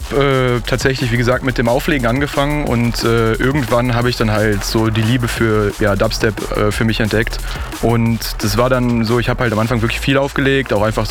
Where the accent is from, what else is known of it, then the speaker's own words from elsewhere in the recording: North Rhine-Westphalia, Germany; ich komme aus der Region Köln, Aachen, wenn man es genau nehmen möchte.